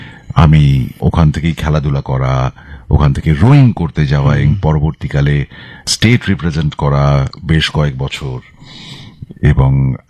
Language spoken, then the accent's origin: Bangla; Kolkata, West Bengal, India; also born or lived in Allahabad / Vadodara; আমার জন্ম হয়েছে এলাহাবাদে, জন্মানোর কিছু তিন মাস পরে আমি কলকাতায় চলে আসি, বাবার ট্রান্সফার হয়েছে নর্থ বেঙ্গলে, তারপরে বেশ কিছুটা সময় আমার এখানে কাটে।